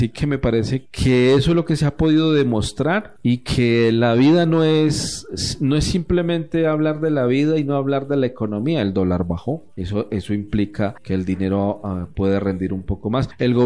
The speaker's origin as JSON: {"language": "Spanish", "country": "Colombia", "said": "la manera como estamos viviendo hoy en día los colombianos"}